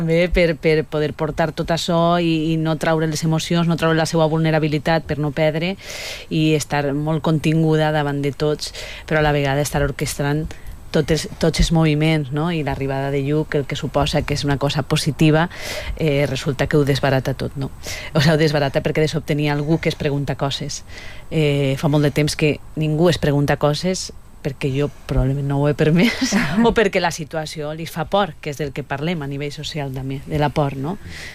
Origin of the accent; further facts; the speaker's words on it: Valencia, Valencian Community, Spain; jo sóc de València capital